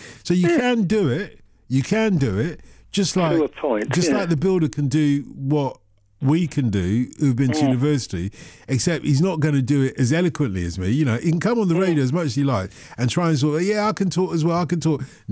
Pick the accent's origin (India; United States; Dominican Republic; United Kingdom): United Kingdom; London; born there; We walked all the way from Tottenham to that Lido. When we were like seven, eight years old.